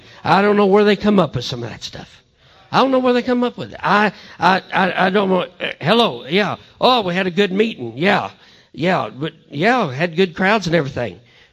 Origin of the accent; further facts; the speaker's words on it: Missouri, United States; I'm from Missouri